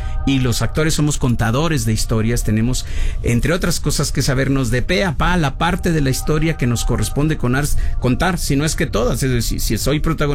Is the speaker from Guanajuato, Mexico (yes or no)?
no; Colima, Mexico; now in Tlalpan, Mexico City, Mexico; yo soy de Colima.